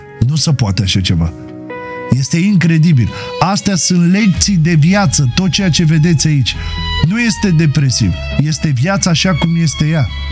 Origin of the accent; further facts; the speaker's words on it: Romania; Eu sunt român și sunt mândru de asta.